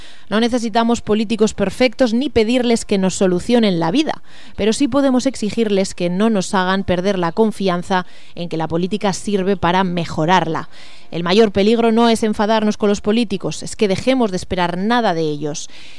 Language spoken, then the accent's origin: Spanish; Spain